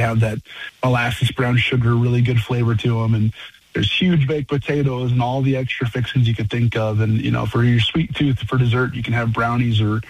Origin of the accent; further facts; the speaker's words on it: Bowman, North Dakota, United States; now in South Heart, United States; but born and raised, I'm a Southwest North Dakota kid my entire life. I grew up in Bowman, just down the road from Medora.